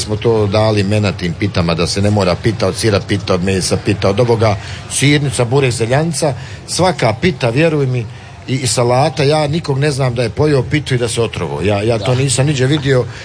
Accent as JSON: {"language": "Bosnian", "town": "Tešanj", "region": "Federation of Bosnia and Herzegovina", "country": "Bosnia & Herzegovina", "tie": "born or raised there", "also_born_or_lived": "Doboj", "said": "Ja sam ti rođen, pošto je to Tešan jedno malo mjesto, a onda sam rođen u Doboju, to je jedno mjesto blizu Tešnja, tako je, ali samo sam se dole rodio i vratio sam me nazad kući"}